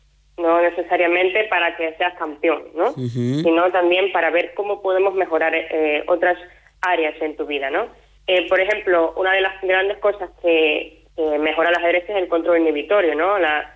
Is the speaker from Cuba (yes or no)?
yes; Cuba; now in La Rioja, Spain; Sí, yo salí de Cuba sola. O sea, llegué aquí prácticamente por agrupación familiar, ¿vale? Mi esposo es español.